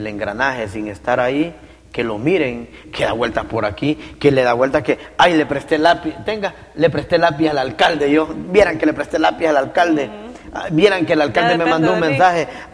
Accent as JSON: {"language": "Spanish", "town": "Siguatepeque", "region": "Comayagua", "country": "Honduras", "tie": "born or raised there", "said": "Ahí nací, me crié en el barrio San Juan. Soy 0318, uh-huh. Nacido en Siguatepeque."}